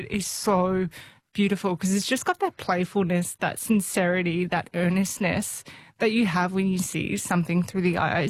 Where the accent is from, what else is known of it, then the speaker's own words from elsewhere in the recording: Queensland, Australia; And I'm a Queenslander at heart. What do they say? You can take the girl out of Queensland, but you can't take Queensland out of the girl.